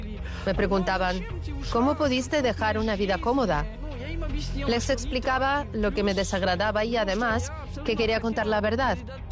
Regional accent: France; soy de Francia.

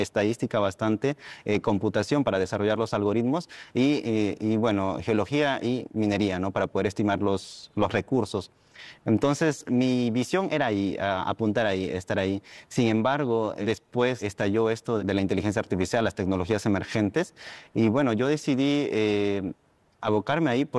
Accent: Peru

